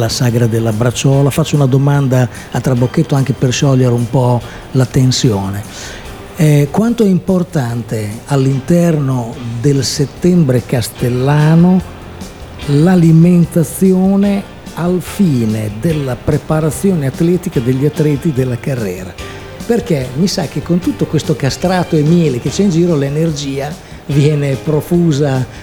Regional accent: Bologna, Emilia-Romagna, Italy; sono foresto, vengo da Bologna.

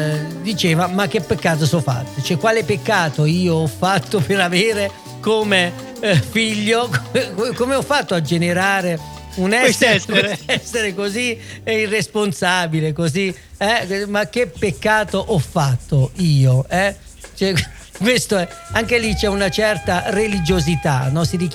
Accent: Abruzzo, Italy

